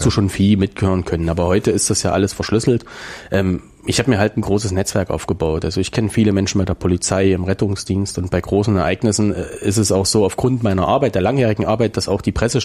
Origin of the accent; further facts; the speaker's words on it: Weimar, Thuringia, Germany; born there; Ich bin gebürtiger Weimarer, befasse mich ganz viel mit der Stadtgeschichte.